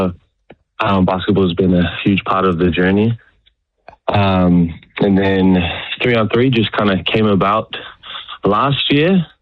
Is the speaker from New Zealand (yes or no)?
yes; Hamilton, Waikato, New Zealand; now in Tauranga, New Zealand; At the moment I'm living in Tauranga, but I grew up in Hamilton, went to a little Māori school, and then spent 3 years at Hamilton Boys High